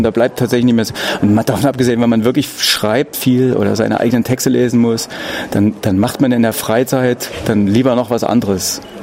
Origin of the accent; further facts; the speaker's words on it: Dresden, Saxony, Germany; Ich bin Dresdner, ja.